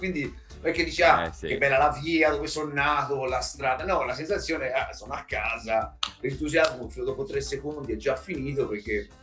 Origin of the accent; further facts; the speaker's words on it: Prato, Tuscany, Italy; la mia terra natia, ovvero a Prato, in Toscana, dove mi trovo adesso